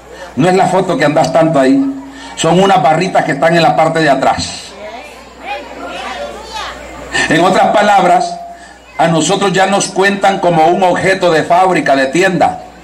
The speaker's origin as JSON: {"language": "Spanish", "country": "El Salvador", "said": "allá sale que … que soy de El Salvador."}